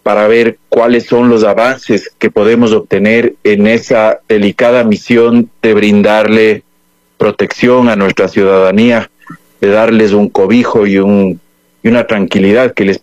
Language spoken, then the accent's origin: Spanish; Ambato, Tungurahua, Ecuador; La verdad es que soy una persona muy querendona de mi tierra, de mi Ambato, de mi Tungurahua